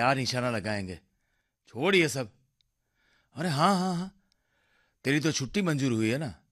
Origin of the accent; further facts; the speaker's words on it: Gujarat, India; अरे मैं तो शराब पीता ही नहीं, तो मालूम तो है मैं गुजरात से हूं।